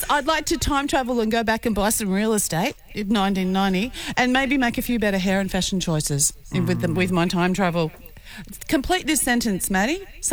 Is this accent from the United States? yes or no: no; Toowoomba, Queensland, Australia; moved away; the main street of my hometown, Toowoomba